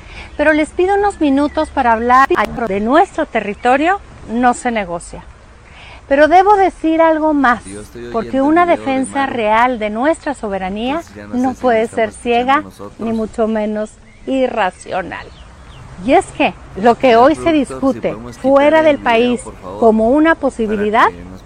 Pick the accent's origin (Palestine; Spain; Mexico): Mexico; Soy mexicana, gobernadora de un gran estado fronterizo